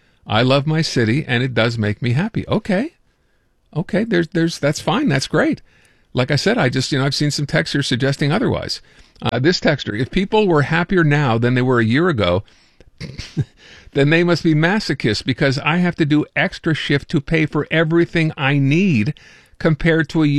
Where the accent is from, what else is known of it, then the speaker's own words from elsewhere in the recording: Canada; we feel it's going to get better because we're Canadian.